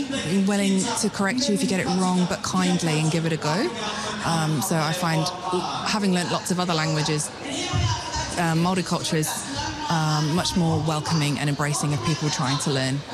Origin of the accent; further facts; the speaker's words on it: England, United Kingdom; also born or lived in Hong Kong; now in Dunedin, New Zealand; I'm from England